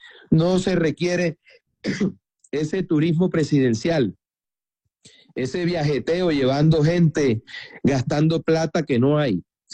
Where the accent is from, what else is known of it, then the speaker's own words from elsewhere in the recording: Caribbean Region, Colombia; Soy un hombre de provincia, soy un hijo del Caribe